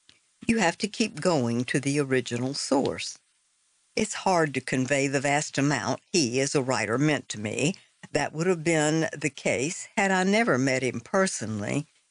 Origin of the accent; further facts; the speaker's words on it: New Orleans, Louisiana, United States; who I grew up with in New Orleans